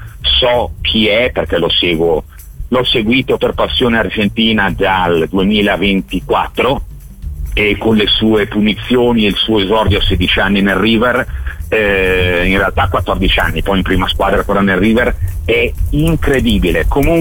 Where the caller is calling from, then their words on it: Lombardy, Italy; sono in Alta Lombardia